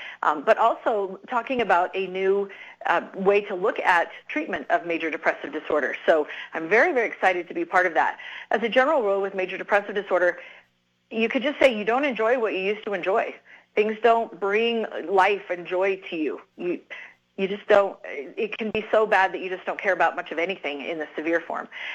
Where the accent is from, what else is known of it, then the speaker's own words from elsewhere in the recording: Idaho, United States; I am from Idaho, and so a lot of rural areas, so a lot of space between providers